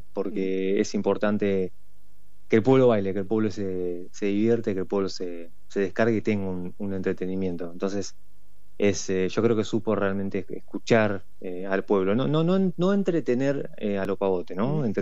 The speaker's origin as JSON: {"language": "Spanish", "region": "Buenos Aires", "country": "Argentina", "said": "Yo soy de Villa Crespo, vivo en el barrio de Villa Crespo."}